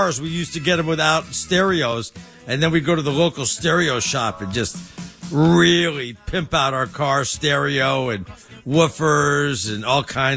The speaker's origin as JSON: {"language": "English", "town": "Bronx", "region": "New York", "country": "United States", "also_born_or_lived": "Brentwood, Los Angeles", "said": "I lived in Brentwood, but we came from the Bronx."}